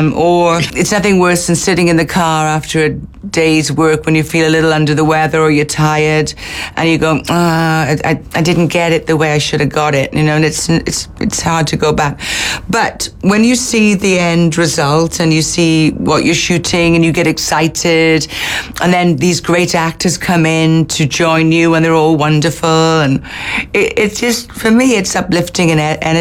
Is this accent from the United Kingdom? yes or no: yes; Wales, United Kingdom; moved away; I come from Wales, so I do windy roads.